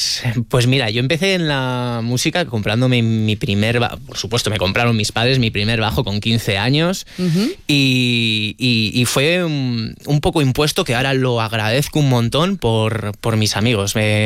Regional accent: Logroño, La Rioja, Spain; Tocábamos en Vitoria, tocamos en Burgos, en Calahorra, vale, es La Rioja, pero yo no había salido de Logroño en mi vida

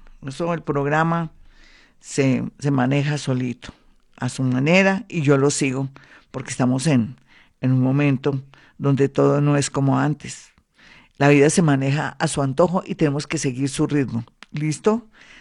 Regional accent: Colombia; todo lo que somos los colombianos, músicos, no terminaría, como los hay en todas partes, pero es que Colombia es Colombia.

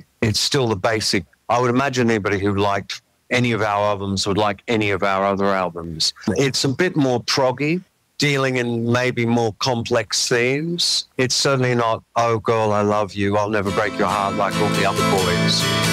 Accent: England, United Kingdom; now in Australia; I'm English, and I never got naturalized.

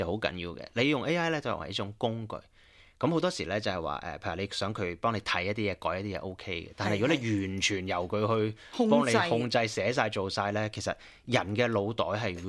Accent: Australia; 咁沙特受到攻擊，其實同我哋澳洲人有咩關係咧？

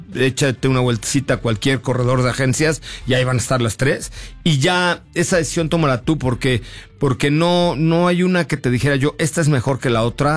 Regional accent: Mexico City, Mexico; born there

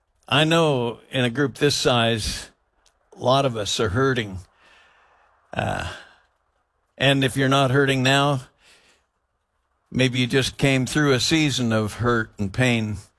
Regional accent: Oregon, United States; And I was born in Emmanuel Hospital, and I'm an Oregonian, and I love the beauty that we get to live in. And I grew up in the Willamette Valley

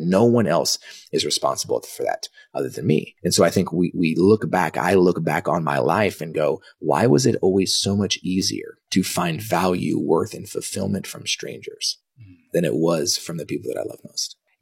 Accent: Dallas, Texas, United States; born or raised there; also born or lived in Kansas

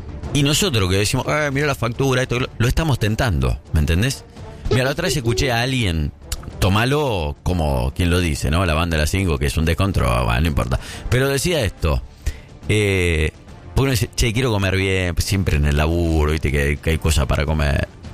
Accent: Tunuyán, Mendoza, Argentina; Venite a mi pueblo de Tunuyán, maestro. Estuve por ahí. Hace poco estuve.

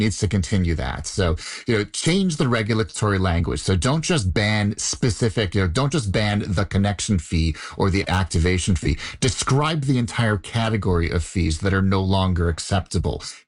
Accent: Canada; Canada is a country that the landmass is larger than the US, but our population is only 1/8 the size.

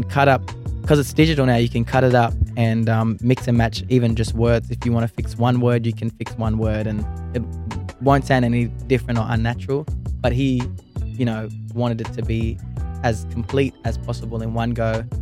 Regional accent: Gold Coast, Queensland, Australia; the Gold Coast, my hometown.

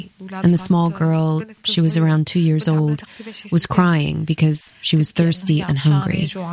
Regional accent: Syria; English is a second language; moved away as an adult; now in United States; I'm 32 years old. I'm from Syria. I'm a teacher in Syria.

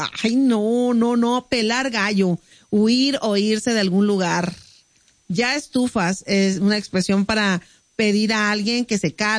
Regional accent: Mexico

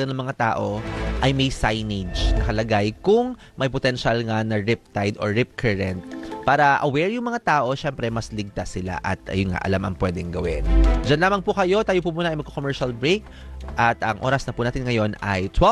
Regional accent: Virac, Bicol Region, Philippines; now in Metro Manila, Philippines; gayon din po sa amin sa Vera Catanduanes

